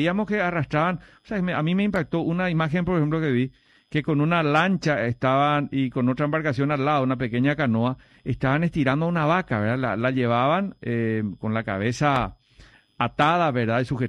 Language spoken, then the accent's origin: Spanish; Paraguay; A mí como paraguayo me llama la atención y preocupa el avance de estadio para el Mundial.